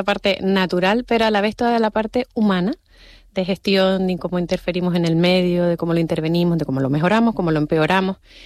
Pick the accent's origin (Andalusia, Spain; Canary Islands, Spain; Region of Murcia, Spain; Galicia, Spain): Canary Islands, Spain; yo amo mi tierra, la llevo siempre por bandera, me encanta, y me permitió conocer muy bien nuestra isla